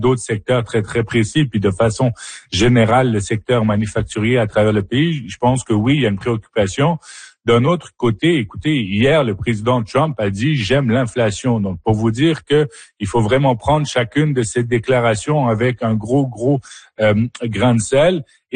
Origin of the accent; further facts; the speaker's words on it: Quebec, Canada; chez moi au Québec